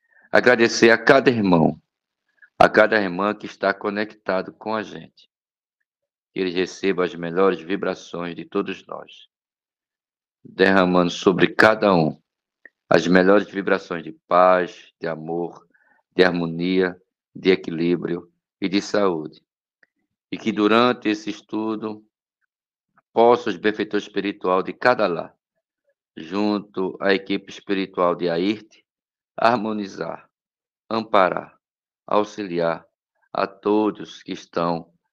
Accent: Recife, Pernambuco, Brazil; sou aqui de Recife, Pernambuco, Brasil.

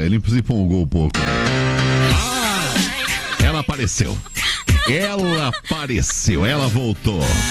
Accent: Lages, Santa Catarina, Brazil; Santa Catarina, eu sou de Lages, cara.

